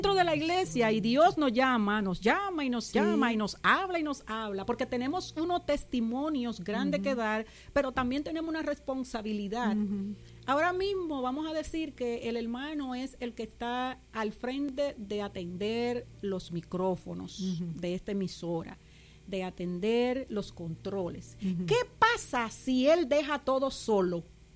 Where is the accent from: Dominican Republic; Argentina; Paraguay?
Dominican Republic; Santo Domingo, Distrito Nacional; moved away as an adult; now in Virgin Islands; yo soy de República Dominicana, la capital, Santo Domingo. Vine a las Islas Vírgenes en el 1999, a finales.